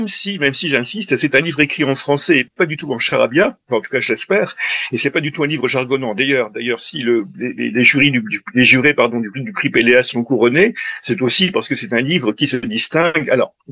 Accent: Marcq-en-Barœul, Hauts-de-France, France; born there; je suis né près d'Ille, à Marcq-en-Barœul

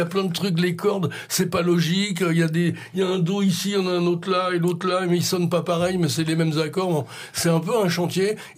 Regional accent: Grenoble, Auvergne-Rhône-Alpes, France; Les gens du 18e arrondissement, ces trucs-là, là, nous, on est de Grenoble, quoi.

